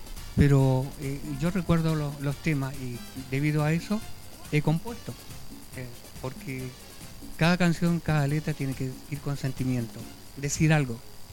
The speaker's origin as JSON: {"language": "Spanish", "town": "General Roca", "region": "Río Negro", "country": "Argentina", "moved": "yes", "lives_now": "Molina, Chile", "said": "Yo soy de General Roca, mucho más allá de Neuquén."}